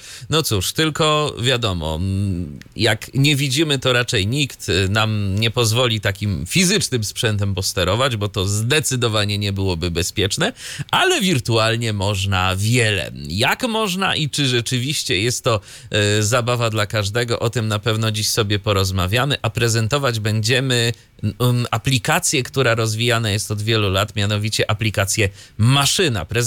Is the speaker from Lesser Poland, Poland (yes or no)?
no; Iława, Warmian-Masurian Voivodeship, Poland; jeden człowiek z mojego rodzinnego miasta, mianowicie z Iławy